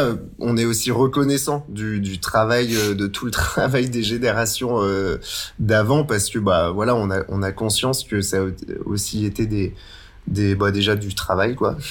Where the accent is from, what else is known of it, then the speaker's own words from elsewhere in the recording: Saint-Étienne, Auvergne-Rhône-Alpes, France; En plus, on est stéphanois et on ose chanter en occitan, alors oulala, attention.